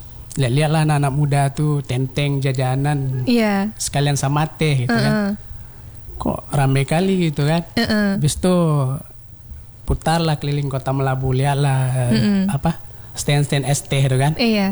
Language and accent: Indonesian; Aceh, Indonesia; kita sebagai orang Aceh ini kan beda sama selera orang daerah-daerah lain, Sumatera atau Jawa gitu kan.